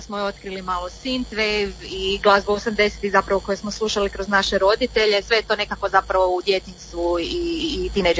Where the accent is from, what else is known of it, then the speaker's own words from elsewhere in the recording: Zagreb, Zagreb County, Croatia; Mi smo duo iz Zagreba, dugo se bavimo glazbom